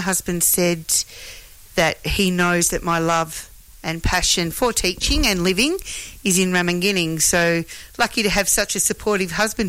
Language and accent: English; Cockatoo, Victoria, Australia; moved away; I'm from Victoria, a town called Cockatoo